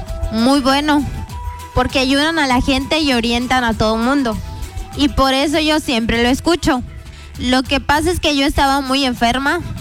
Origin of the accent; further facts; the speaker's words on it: Felipe Carrillo Puerto, Quintana Roo, Mexico; Yo vengo de Carrillo Puerto.